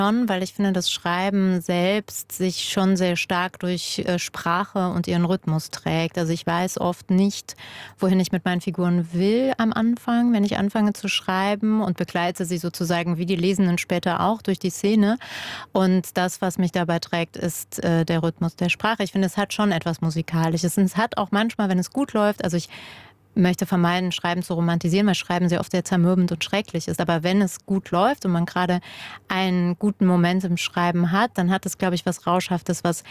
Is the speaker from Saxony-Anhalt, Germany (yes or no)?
no; Hermeskeil, Rhineland-Palatinate, Germany; born there; Und das war für mich einfach ein absoluter Gamechanger, was so meinen Blick auf meinen Geburtsort Hermeskeil angeht, weil ich bis dahin nichts über die jüdische Gemeinde wusste.